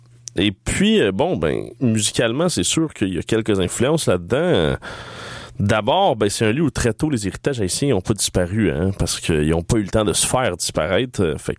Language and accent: French; Colombia; now in Montreal, Canada; la musique colombienne et à ce peuple qui souffre, le peuple de mon pays natal